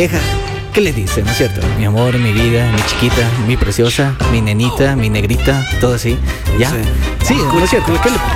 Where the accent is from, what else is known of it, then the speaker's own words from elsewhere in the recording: Ecuador; nosotros como ecuatorianos